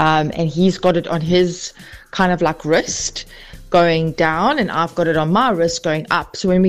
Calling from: KwaZulu-Natal, South Africa; from the Bluff.

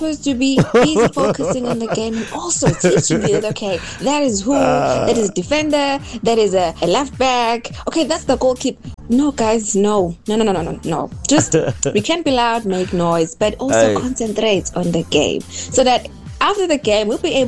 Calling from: Pietermaritzburg, KwaZulu-Natal, South Africa; from the Peter Maritzburg.

